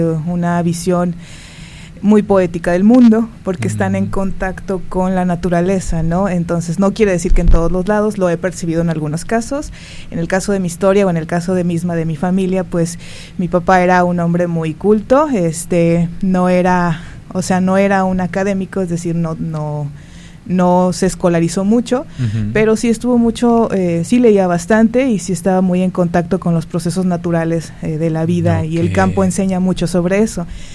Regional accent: Nayarit, Mexico; Yo soy originaria de Refilión, es un ranchito ahí cerca de Compostela, 15 minutos antes, no sé si por ahí alguna vez lo han visto. Está cerca del río.

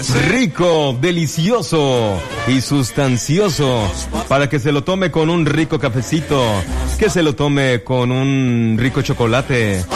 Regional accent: Apatzingán, Michoacán, Mexico; also born or lived in Morelia; yo toda mi infancia y adolescencia la crecí aquí en Apatzingán

